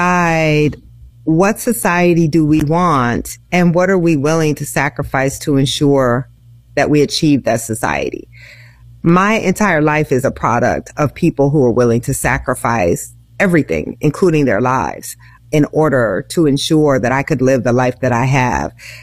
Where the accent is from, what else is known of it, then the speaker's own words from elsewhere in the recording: Iowa, United States; My home state of Iowa